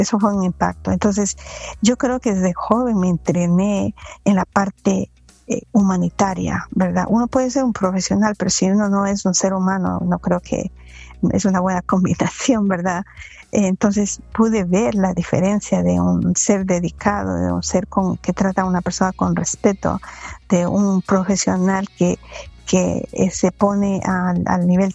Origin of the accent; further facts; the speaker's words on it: Cuenca, Azuay, Ecuador; Como ecuatoriana, me identifiqué, dije, wow, yo no sabía, ¿verdad? Yo vengo de Cuenca, de una ciudad